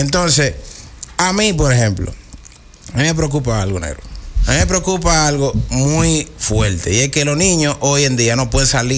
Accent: Dominican Republic

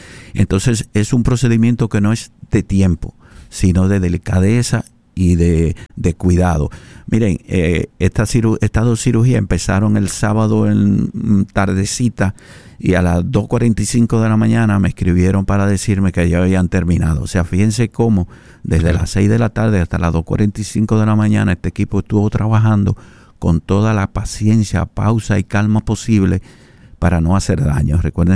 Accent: San Francisco de Macorís, Duarte, Dominican Republic; accent: Cibaeño; Somos dominicanos de pura cepa de San Francisco de Macorís.

